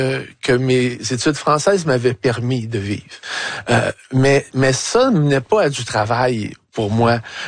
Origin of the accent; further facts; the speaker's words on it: Montreal, Quebec, Canada; Je venais du sous-sol de Montréal-Nord, où dès l'enfance, j'achetais des 45 tours au coin de la rue.